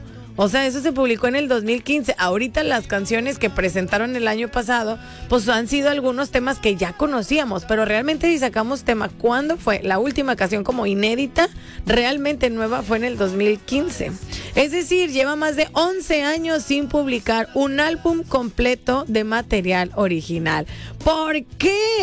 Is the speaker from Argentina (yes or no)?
no; Mexico; como buen mexicano, la verdad que somos fiesteros por naturaleza